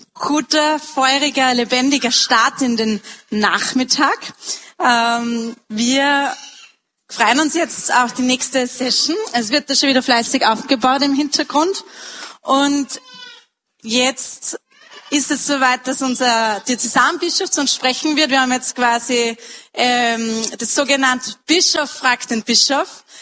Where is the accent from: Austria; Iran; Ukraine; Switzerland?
Austria; Upper Austria; sie sind ja das Oberhaupt bei uns in Oberösterreich der katholischen Kirche